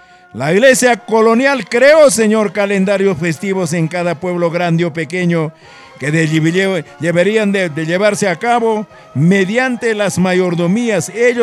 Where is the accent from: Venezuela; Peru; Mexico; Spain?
Peru; Recuay province, Ancash; a mi tierra o a toda la provincia de Recuay.